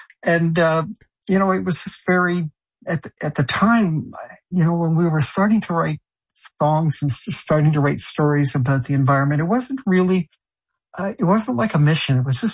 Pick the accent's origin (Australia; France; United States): France; also born or lived in Ottawa, Canada; now in Canada; I think, you know, I grew up in France, and but I was born in Ottawa. And when we moved back to Canada, we had a place in the Upper Ottawa.